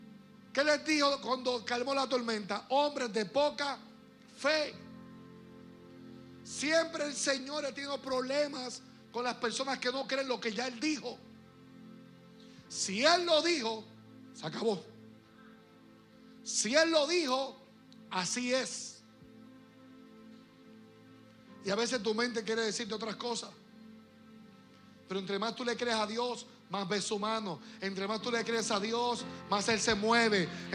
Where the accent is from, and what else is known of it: Puerto Rico